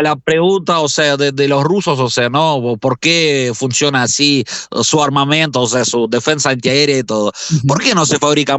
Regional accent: Kharkiv, Kharkiv Oblast, Ukraine; moved away; en mi ciudad natal, en Kharkiv, en Ucrania.

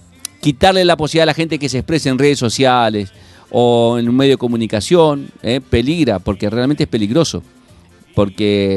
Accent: Argentina; lo que nos corresponde como argentinos.

